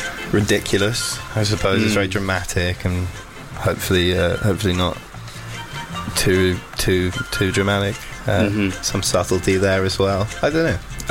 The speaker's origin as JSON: {"language": "English", "region": "London", "country": "United Kingdom", "tie": "born or raised there", "said": "I grew up in Clapham."}